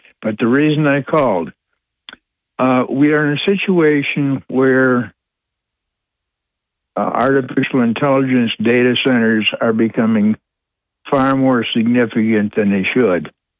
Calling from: Owego, New York, United States; from Owego.

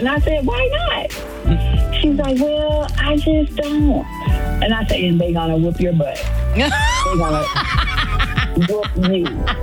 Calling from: Billerica, Georgia, United States; I am calling from Billerica, Georgia.

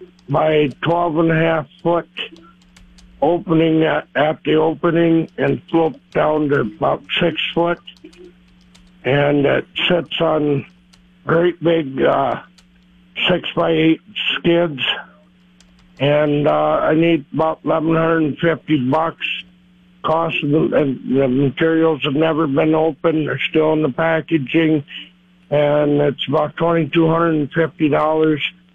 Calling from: Beaver Creek, Minnesota, United States

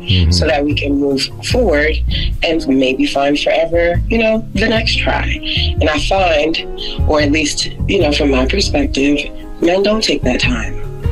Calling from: New York, United States; I'm from Brooklyn.

